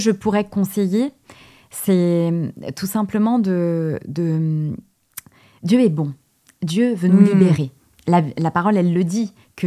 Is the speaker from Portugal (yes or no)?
yes; Portugal; Parce que je suis portugaise.